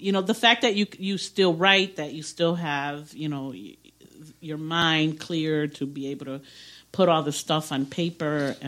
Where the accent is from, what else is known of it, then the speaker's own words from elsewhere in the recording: Mount Carmel, United States; I mean, Hector and I, we're from Mount Carmel. We grew up in that area